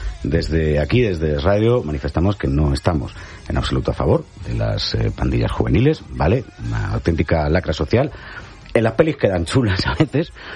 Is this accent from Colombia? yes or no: no; Galicia, Spain; como buen gallego, chámale X